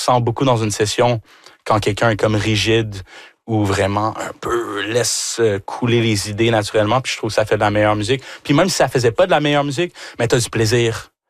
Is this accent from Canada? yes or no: yes; Quebec, Canada; moi, je suis québécois de chez Québec.